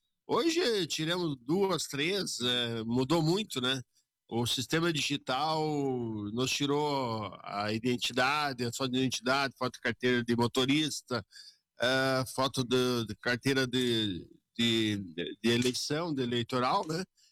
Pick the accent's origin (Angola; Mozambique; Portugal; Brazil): Brazil; Soledade, Rio Grande do Sul; Soledadense, nasci em Soledade e moro agora 58 anos na rua da ABB. Mas nasci no outro canto da cidade, mas hoje moro há 58 anos na rua que pertence à ABB de Jau ali.